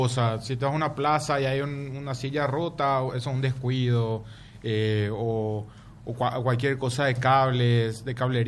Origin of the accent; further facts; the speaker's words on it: Asunción, Paraguay; yo soy asunceno y vivo y hago todo acá.